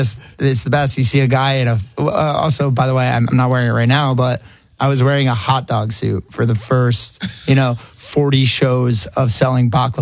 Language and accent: English; New Jersey, United States; So I grew up in the Kingdom of New Jersey as a Nets fan.